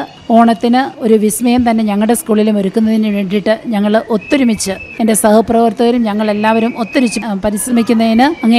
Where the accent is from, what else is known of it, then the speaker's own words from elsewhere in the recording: Kollakadavu, Kerala, India; born there; കൊല്ലകടവാണ് എന്റെ സ്വദേശം. വെൺമണിയോട് ചേർന്ന് കിടക്കുന്ന ഒരു പ്രദേശമാണ്. ഈ രണ്ട് പ്രദേശങ്ങളും കാർഷിക വൃത്തിയിൽ ഏർപ്പെട്ടിരിക്കുന്ന ജനങ്ങളാൽ നിബിഡമായ സ്ഥലമാണ്. അതുപോലെ തന്നെ ധാരാളം വയലുകളാൽ സമ്പുഷ്ടമായ നാടും കൂടിയാണ്.